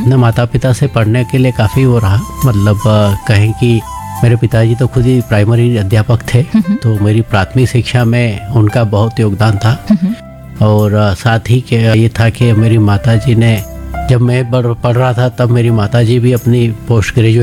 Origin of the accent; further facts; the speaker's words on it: Ujjain, Madhya Pradesh, India; now in Udaipur, India; और मैं मूलतः उज्जैन शहर का रहने वाला हूँ।